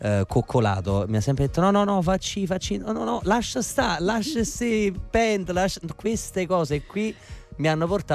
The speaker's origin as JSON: {"language": "Italian", "town": "Naples", "region": "Campania", "country": "Italy", "said": "sono un napoletano atipico, nel senso che in cucina, cioè, che cosa mangiamo stasera?"}